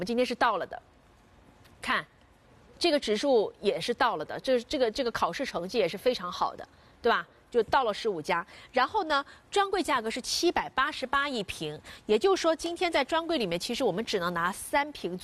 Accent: China; 我们中国人

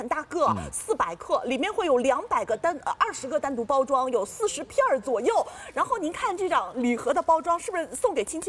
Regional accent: China; 所以我们中国人特别喜欢铁棍山药

